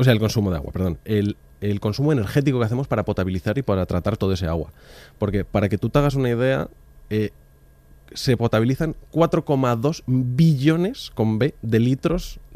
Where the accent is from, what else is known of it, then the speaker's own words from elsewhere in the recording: Madrid, Community of Madrid, Spain; que como madrileño defiendo aquí a muerte